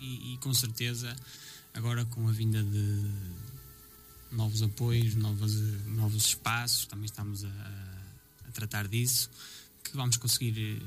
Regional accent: Lousada, North, Portugal; sou de Sousela de cima

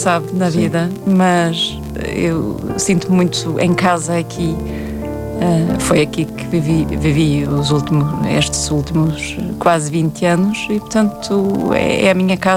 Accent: Sweden; Portuguese is a second language; now in Portugal; como boa sueca, sou uma apaixonada pela natureza.

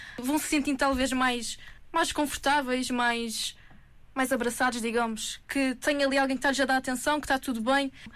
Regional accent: Azores, Portugal; sou açoriana

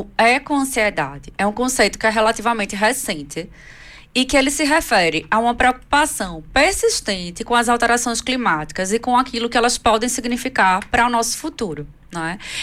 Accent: Recife, Pernambuco, Brazil; now in Portugal; a minha cidade natal, que é Recife, né? Que é no litoral.

